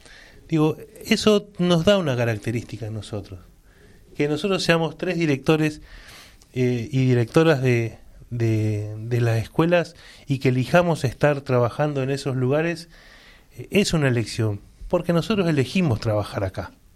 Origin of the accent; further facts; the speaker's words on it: Corrientes, Argentina; born there; now in Buenos Aires, Argentina; Que sea la zona portuaria donde llegamos muchos cabecitas negras, porque yo nací en Corrientes, entonces es un lugar conocido para los que venimos de otra parte del país.